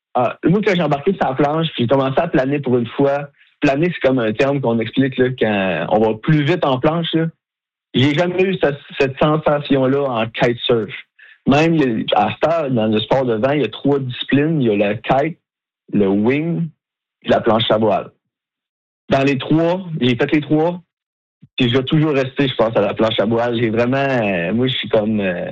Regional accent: Quebec, Canada; Puis comme je viens de mettons du Québec et tout, puis comme on me connaît pas tant en fait.

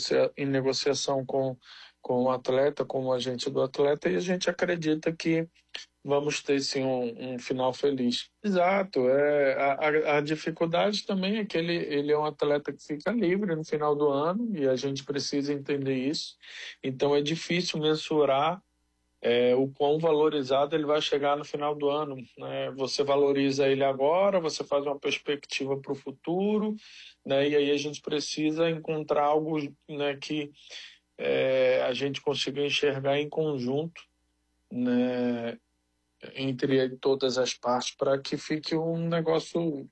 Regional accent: Pernambuco, Brazil; Eu, como pernambucano, como um torcedor do clube e do futebol nordestino, eu não gostaria que fizessem isso

